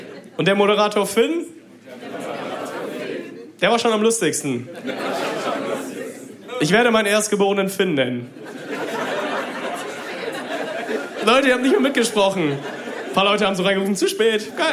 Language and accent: German; Münster, North Rhine-Westphalia, Germany; born or raised there; now in Bielefeld, Germany